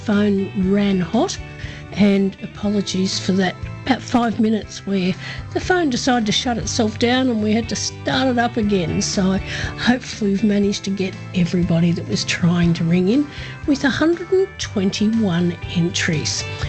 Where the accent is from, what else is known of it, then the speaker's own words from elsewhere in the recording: Horsham, Victoria, Australia; your Thursday morning host, coming to you from my hometown of Horsham in Western Victoria.